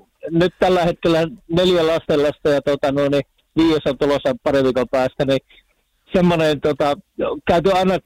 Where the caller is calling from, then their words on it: Raahe, North Ostrobothnia, Finland; No täällä soittelen Kelliskulle Pattijoelta.